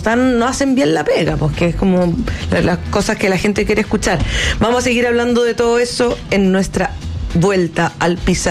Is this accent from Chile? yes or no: yes; Chile; pagamos un costo enorme como chileno